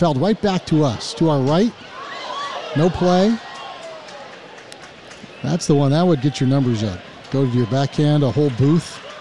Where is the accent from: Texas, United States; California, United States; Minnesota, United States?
Minnesota, United States; And I was like, oh, I'm Minnesotan.